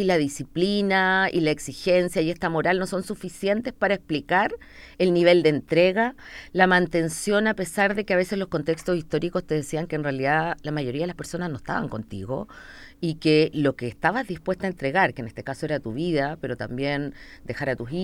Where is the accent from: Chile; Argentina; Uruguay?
Chile; Entonces era como, oh, no puedo creer que esto está pasando en mi país, que yo estoy aquí viviéndolo.